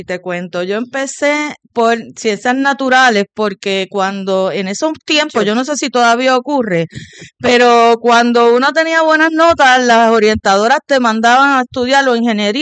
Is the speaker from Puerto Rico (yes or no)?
yes; Bayamón, Puerto Rico; nací en la ciudad de Bayamón y luego nos mudamos, cuando yo estaba como en séptimo grado, nos mudamos para el campo de Bayamón en Barrio Nuevo, sí.